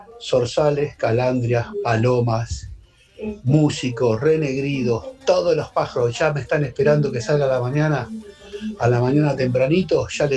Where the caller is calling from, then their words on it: Ituzaingó, Buenos Aires Province, Argentina; de la zona oeste de Ituzaingó.